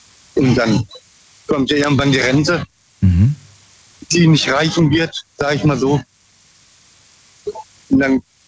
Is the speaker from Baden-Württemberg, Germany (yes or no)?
yes; Bruchsal, Baden-Württemberg, Germany; Ich komme aus Bruchsal.